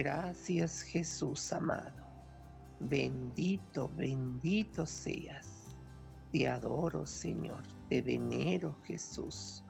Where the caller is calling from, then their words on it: Santa Bárbara, Chihuahua, Mexico; de Santa Bárbara, Chihuahua.